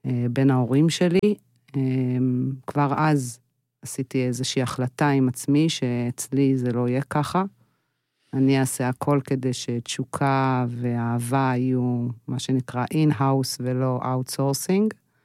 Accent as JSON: {"language": "Hebrew", "town": "Jerusalem", "region": "Jerusalem District", "country": "Israel", "tie": "born or raised there", "said": "אני גדלתי בירושלים, אז אפשר לומר שאפשר להוציא את הילדה מירושלים, קצת יותר קשה להוציא את ירושלים מהילדה."}